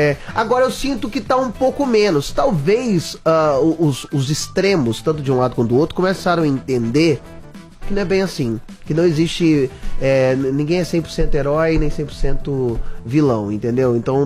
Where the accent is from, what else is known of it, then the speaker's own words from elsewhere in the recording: Minas Gerais, Brazil; now in China; Venho de Minas Gerais, então eu como.